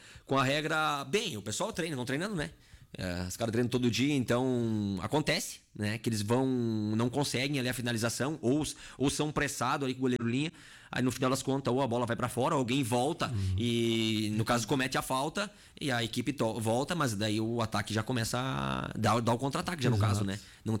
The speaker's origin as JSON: {"language": "Portuguese", "town": "Mormaço", "region": "Rio Grande do Sul", "country": "Brazil", "tie": "born or raised there", "said": "Eu cresci no interior, eu sou do Mormaço, né? Mormaço, Soledade, que era tudo um chão só, até hoje, né? Então, eu tive sorte, eu sou de 88"}